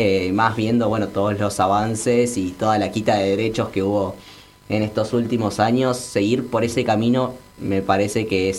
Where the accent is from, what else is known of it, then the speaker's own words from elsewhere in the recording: Argentina; La mayor parte de las personas trans que vamos somos los argentinos